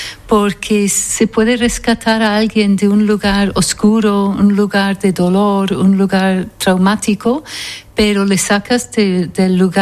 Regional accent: Scotland, United Kingdom; now in Spain; Yo soy originalmente de Escocia. Me crié en Escocia, mi padre era escocés y mi madre noruega, pero ya llevo 42 años aquí en España

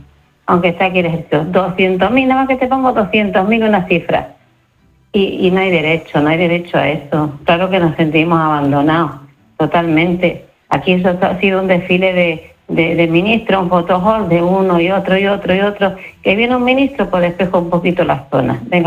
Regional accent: Spain; Ninguno, todos somos españoles.

